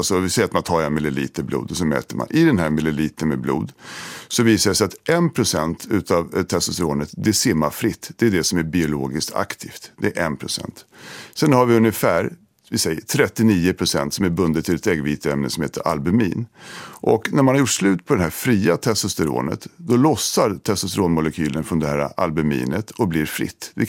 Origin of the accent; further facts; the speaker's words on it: Sweden; Som svensk läkare så tycker jag att det är vedervärdigt.